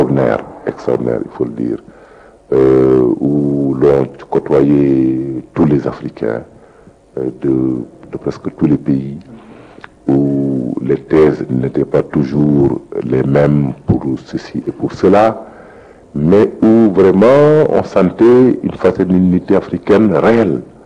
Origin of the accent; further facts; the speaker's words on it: Rufisque, Dakar, Senegal; à Rufisq, dans ma ville natale.